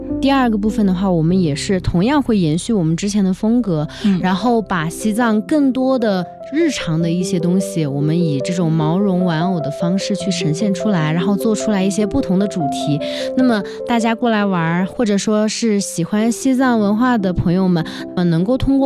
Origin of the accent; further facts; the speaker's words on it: Hunan, China; moved away as an adult; now in Lhasa, China; 虽然说家里面平时藏餐吃的也挺多的，但是我毕竟从小在湖南长大吧